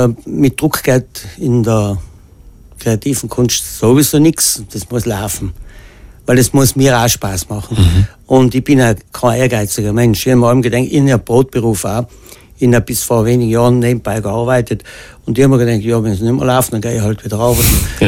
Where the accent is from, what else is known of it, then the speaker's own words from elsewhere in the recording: Tyrol, Austria; born there; also born or lived in Ultental, South Tyrol; ich bin in Österreich geboren, ich bin zwar Oldentaler, aber ich bin in Österreich geboren, da ist mein Lebensmittelpunkt draußen.